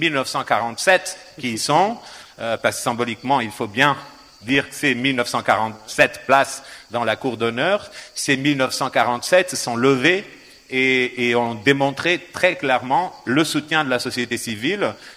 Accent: Portugal; now in Avignon, France; Mais je le dis en tant que Portugais, même si Avignonais en construction, je peux encore jouer cette carte.

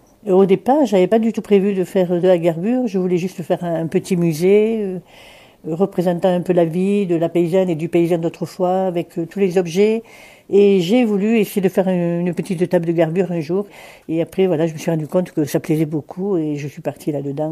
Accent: Luz-Saint-Sauveur, Occitanie, France; Je suis native de Luz. J'ai passé toute ma vie ici, en fait, et travaillé dans le pays.

